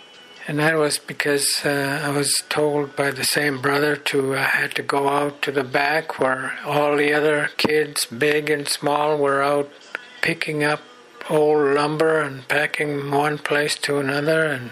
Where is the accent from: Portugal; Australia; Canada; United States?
Canada; Williams Lake, British Columbia; I am from the Williams Lake Indian Band, situated 10 kilometers east of Williams Lake in central British Columbia. We are a Shuswap tribe of the Shuswap Nation, Sihuapmuk.